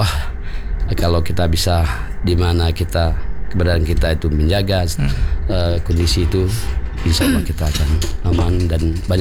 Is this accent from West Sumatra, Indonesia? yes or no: yes; West Sumatra, Indonesia; now in Jakarta, Indonesia; Menggabungkan nilai sentimental perjuangan perantau dan bagaimana menjaga identitas budaya kita Minang di kota metropolitan yang bermacam-macam suku dan bahasa.